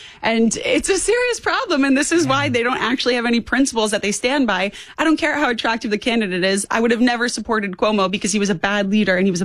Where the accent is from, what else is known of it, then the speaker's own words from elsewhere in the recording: New York, United States; also born or lived in Miami, United States; I'm a New Yorker. I grew up half New York, half Miami.